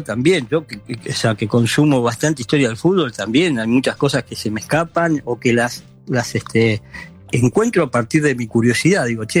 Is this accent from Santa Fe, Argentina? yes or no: no; Monte Grande, Buenos Aires Province, Argentina; mis dos o tres cuadras de niño en Monte Grande, nosotros éramos, por supuesto, como mi apellido lo indica